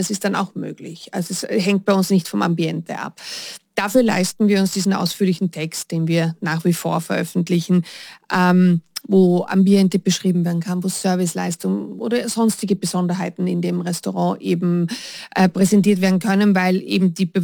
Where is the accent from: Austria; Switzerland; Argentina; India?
Austria; Carinthia; also ich komme aus der Gegend, ich bin ja aufgewachsen im Mölltal und der Weißensee war für mich immer ein echtes Heimspiel mit Eislauf und so.